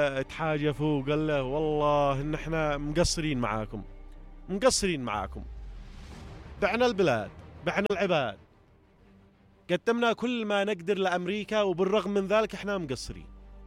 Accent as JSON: {"language": "Arabic", "country": "Yemen", "said": "وعندنا في اليمن كم يا منافقين."}